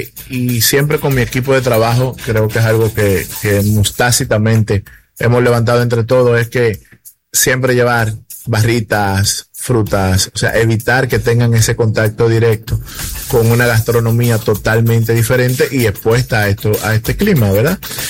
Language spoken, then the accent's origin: Spanish; Dominican Republic; now in El Salvador; y creo que mucha gente ya sabe que yo soy dominicano, entonces sé muchos temas de salubridad que se manejan allí de forma diferente en Salvador.